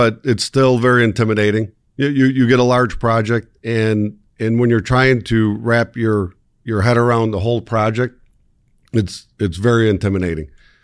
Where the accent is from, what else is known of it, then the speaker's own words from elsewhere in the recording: New York, United States; I grew up in Alma, just south of Buffalo. And married my wife, which is also right from the Alma East Aurora area.